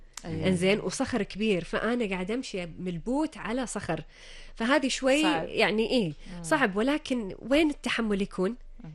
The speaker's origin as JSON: {"language": "Arabic", "country": "Kuwait", "said": "اطلع من الكويت من الاجواء الصحراويه الحاره اللي عندنا اللي احنا متعودين عليها بمنطقه الخليج"}